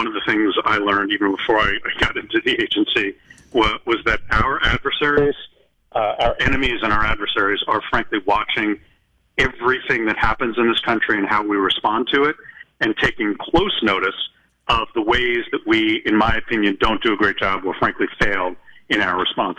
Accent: California, United States; But I come from California

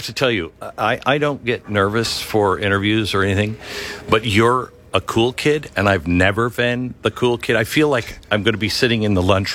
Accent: West, United States; You know, I grew up in the West, and there's something about those mountains

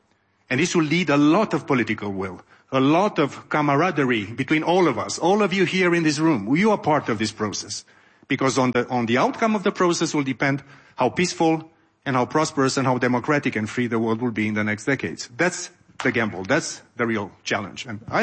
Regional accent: Romania; My home country, Romania, wants to host one day.

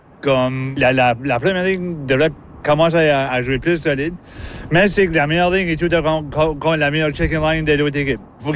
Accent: Calgary, Alberta, Canada; moi, être né à Calgary, comme je sais qu'on a des Flames de Calgary dans ma ville natale

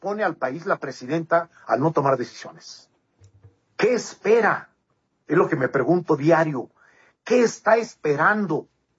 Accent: Mexico; Veo y lo lamento muchísimo, sin duda alguna, como mexicano no puedo estar contento con esto.

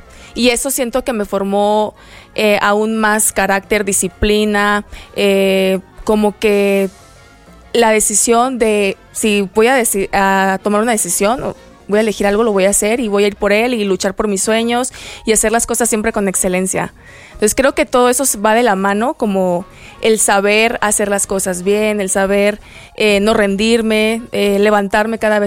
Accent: Chiapas, Mexico; now in Mexico City, Mexico; porque bueno, no sé si sepan, pero yo soy chiapaneca. Okay. Llevo 2 años acá

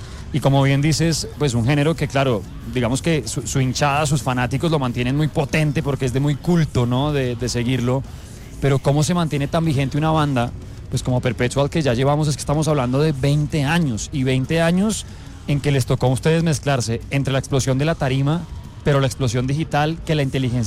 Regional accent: Bogotá, Colombia; desde el Parque Simón Bolívar en la ciudad de Bogotá

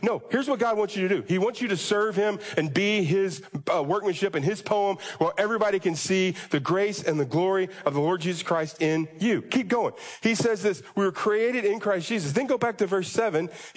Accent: United States; not because I'm from America

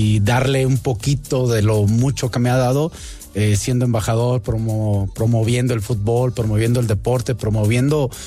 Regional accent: La Piedad, Michoacán, Mexico; moved away; also born or lived in Monterrey / Guadalajara; Yo di primero una subidota de La Piedad, Michoacán, de donde soy, me voy a Monterrey.

